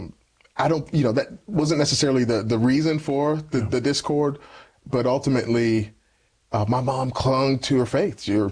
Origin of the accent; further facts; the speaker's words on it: Tampa, Florida, United States; Yeah. So, born and raised in Tampa, Florida.